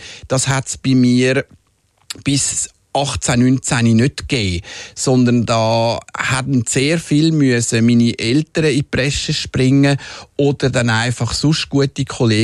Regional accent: Winterthur, Zurich, Switzerland; born there; ich bin zuerst in Winterthur aufgewachsen, bei den ersten 7 Jahren

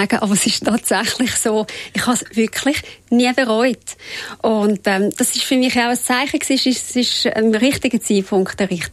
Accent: Räterschen, Zurich, Switzerland; ich bin in Räterschen aufgewachsen und es gibt in den Dörfern gibt's immer Parteien

